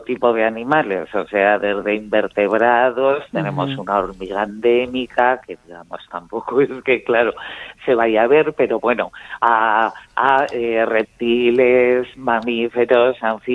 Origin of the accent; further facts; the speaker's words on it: Sariñena, Aragon, Spain; Y nada, soy de aquí de Sariñena